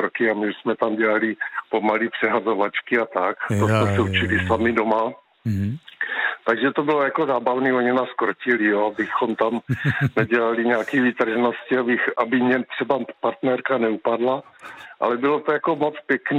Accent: Brno, South Moravian Region, Czechia; moved away as an adult; now in Jedovnice, Czech Republic; já jsem původem Brňák, teď bydlím v Jedovnicích, kousek od Brna. Nicméně do školy jsem chodil v Brně a na gymnázium

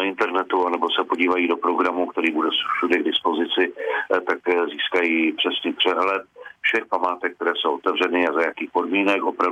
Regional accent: Znojmo District, South Moravian Region, Czechia; Já sám jsem z Moravy, ze Znojemska

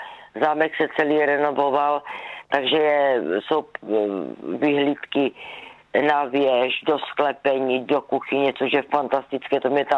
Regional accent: Zlín Region, Czechia; já pocházím z Valach původně, ale miluju Valachy.

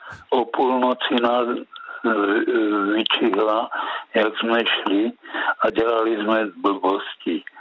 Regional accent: Strážnice, South Moravian Region, Czechia; born there; moved away; also born or lived in Brno; kdy jsem se narodil ve Strážnici.

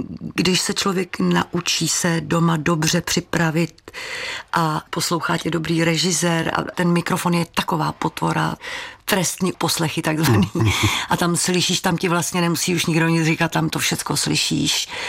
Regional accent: Karlovy Vary, Karlovy Vary Region, Czechia; moved away as an adult; Já jsem přišla z Karlových Varů do Prahy na kolej, tak jsem si najednou musela zvykat na úplně jiný styl života

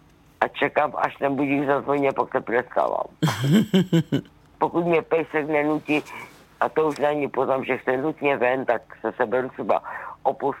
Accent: Poland; now in Czechia; Já z práce přijím 10 hodin večer, protože jsem ho z Polska, to už víte.

